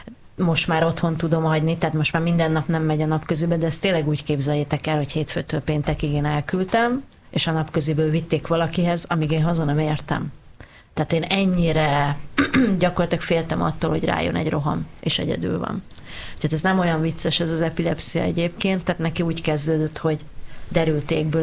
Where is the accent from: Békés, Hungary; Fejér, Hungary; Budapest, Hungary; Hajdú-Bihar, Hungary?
Budapest, Hungary; born there; also born or lived in Jászfényszaru, Jász-Nagykun-Szolnok; Hát ugye én Tanyán nőttem fel, félig meddig, tehát jó régóta. 12. kerületben még előtte éltünk, de egyébként Budapesten születtem, a második kerületben, vagy bocsánat, a 12. kerületben